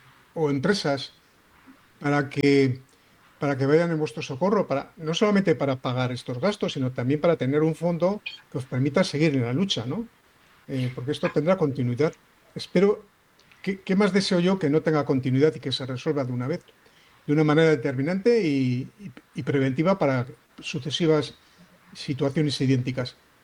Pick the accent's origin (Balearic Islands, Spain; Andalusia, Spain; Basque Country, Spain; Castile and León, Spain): Basque Country, Spain